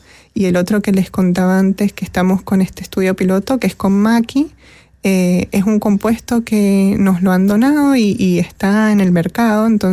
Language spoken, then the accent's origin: Spanish; Mendoza, Argentina